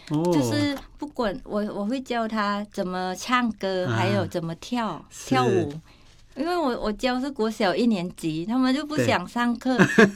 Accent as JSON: {"language": "Chinese", "country": "Thailand", "lives_now": "Taiwan", "said": "我是来自泰国，可是我嫁给台湾人了，我也是台湾人。"}